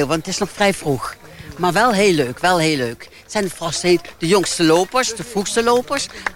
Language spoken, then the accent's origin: Dutch; Nijmegen, Gelderland, Netherlands; Geboren en getogen in Nijmegen.